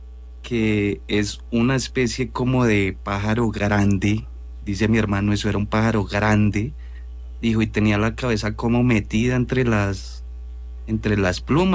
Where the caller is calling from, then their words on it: Barbosa, Santander, Colombia; yo soy santanderiano de Barbosa